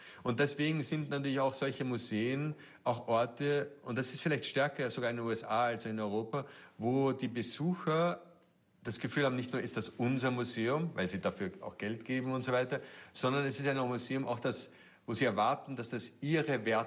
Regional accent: Vienna, Austria; Ich muss auch nicht als Kritik, aber ich bin in Wien aufgewachsen.

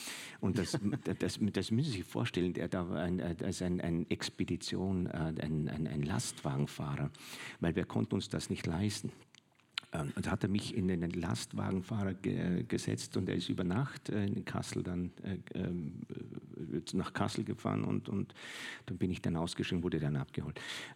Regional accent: Vienna, Austria; Aber ich bin in Wien musikalisch aufgewachsen, das möchte ich schon sagen.

